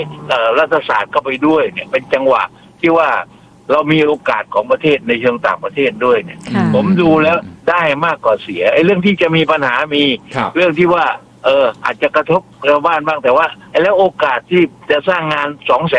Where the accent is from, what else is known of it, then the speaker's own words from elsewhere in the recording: Southern Thailand, Thailand; ผมเนี่ยเป็นคนใต้คนตะลง